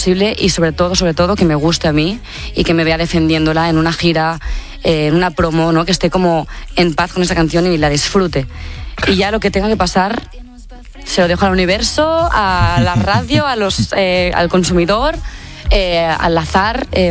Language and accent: Spanish; Tiana, Catalonia, Spain